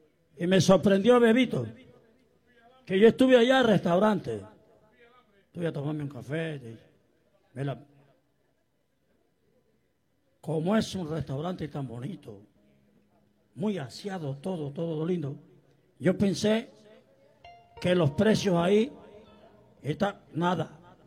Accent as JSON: {"language": "Spanish", "country": "Panama", "said": "Somos panameños."}